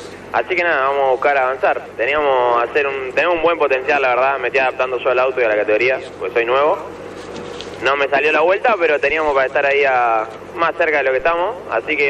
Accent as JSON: {"language": "Spanish", "region": "Río Negro", "country": "Argentina", "said": "Vengo de Río Negro"}